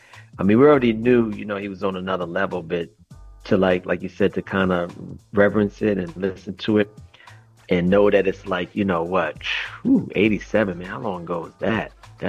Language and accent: English; North Babylon, New York, United States; growing up in North Babylon and Wyandanch was the next town over